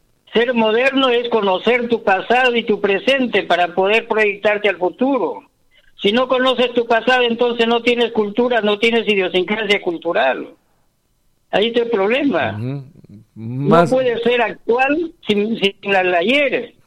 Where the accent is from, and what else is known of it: Peru